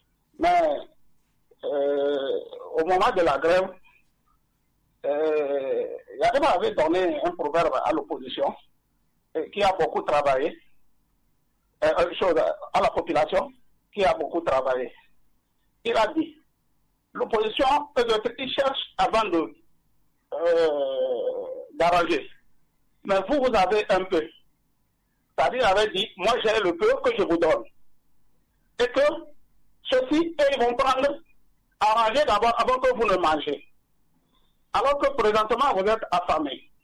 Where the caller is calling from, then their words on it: Atakpamé, Plateaux, Togo; depuis Atakpamé.